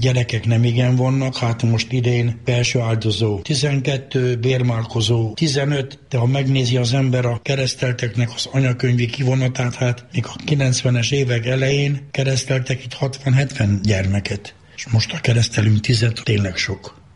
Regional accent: Timișoara, Timiș County, Romania; first language Hungarian; Hát én nagyon boldog voltam, hogy na most már bekerülök szülővárosomba, azóta itt vagyok.

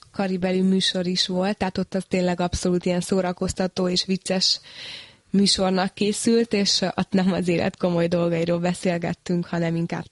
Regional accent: Hungary; born there; also born or lived in Phoenix, United States; nem véletlenül születtem Magyarországra, és iszonyatos volt a honvágyam is

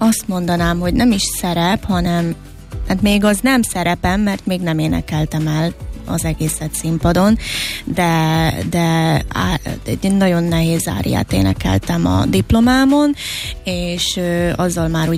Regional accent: Hungary; azon a nyelven kellett énekelni magyarként.

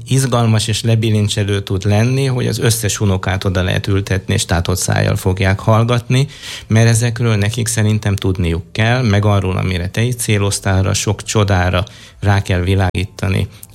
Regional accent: Veszprém County, Hungary; Én Veszprém megyei vagyok, most úgy kell mondani, hogy Veszprém vármegyébe születtem, és ott komoly havak voltak, és nagyon komoly szél.

